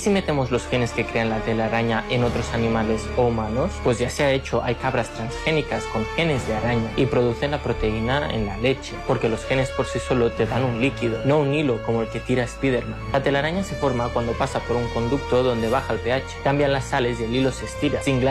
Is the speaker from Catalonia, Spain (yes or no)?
yes; Catalonia, Spain; Es un pez que también está en mi pueblo, en la Costa Brava